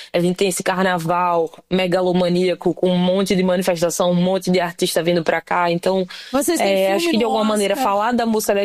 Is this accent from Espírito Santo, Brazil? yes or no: no; Pernambuco, Brazil; now in Recife, Brazil; eu sou preta, sou nordestina, eu sou mãe, eu sou artista, eu sou bissexual.